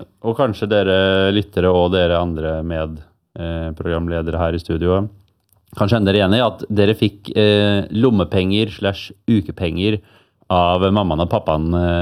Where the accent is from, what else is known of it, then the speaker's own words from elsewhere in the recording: Bærum, Akershus, Norway; Jeg er fra Bærum